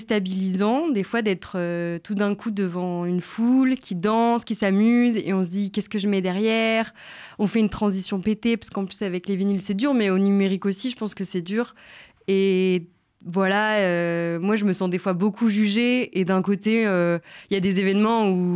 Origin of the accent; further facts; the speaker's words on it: Pays de la Loire, France; moved away as an adult; now in Clermont-Ferrand, France; je viens d'à côté de Nantes, j'ai grandi là-bas.